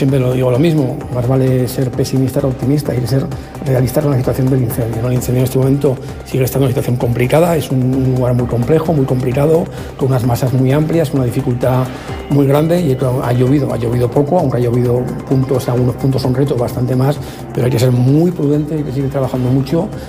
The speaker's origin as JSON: {"language": "Spanish", "area": "Huesca", "region": "Aragon", "country": "Spain", "said": "yo soy de Huesca"}